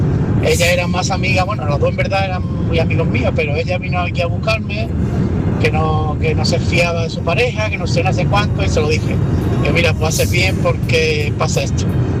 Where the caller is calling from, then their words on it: Cádiz, Andalusia, Spain; Soy … de Cádiz.